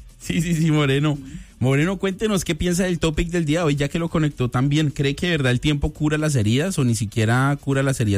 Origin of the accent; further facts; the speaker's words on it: Colombia; soy colombiano